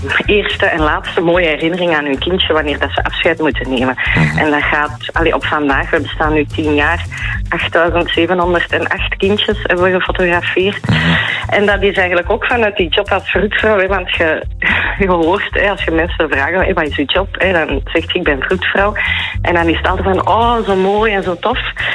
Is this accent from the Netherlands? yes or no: no; Flanders, Belgium; now in Ostend, Belgium; ik ben uit de Kempen afkomstig en ik ben verhuisd naar Oostende om daar vroedvrouw te zijn